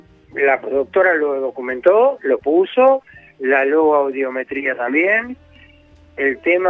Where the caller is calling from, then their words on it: Quilmes, Buenos Aires Province, Argentina; de Quilmes.